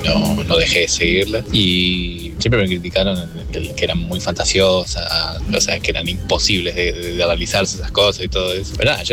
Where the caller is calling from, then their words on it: San Martín, Buenos Aires Province, Argentina; de San Martín.